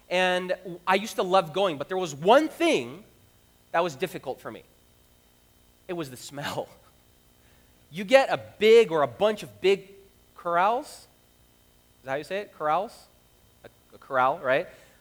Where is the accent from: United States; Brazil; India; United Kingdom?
Brazil; moved away; You know, I'm from Brazil